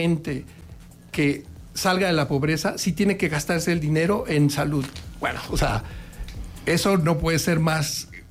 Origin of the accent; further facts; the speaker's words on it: Mexico; somos 130 millones mexicanos.